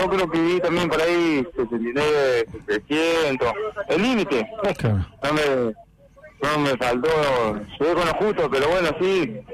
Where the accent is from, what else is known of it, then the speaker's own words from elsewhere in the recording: Argentina; Eso lo pasa siempre a nosotros que somos todos argentinos